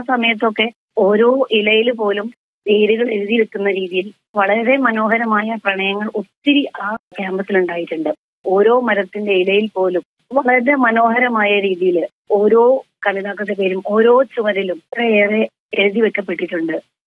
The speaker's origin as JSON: {"language": "Malayalam", "town": "Kozhikode", "region": "Kerala", "country": "India", "tie": "born or raised there", "said": "ഞാൻ കോഴിക്കോട് സ്വദേശിനിയാണ്. പഠിച്ചത് government arts and science college കോഴിക്കോടാണ്."}